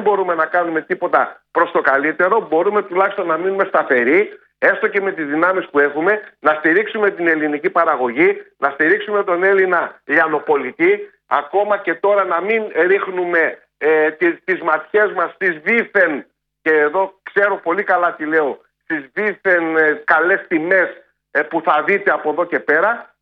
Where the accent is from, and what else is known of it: Epirus, Greece; born or raised there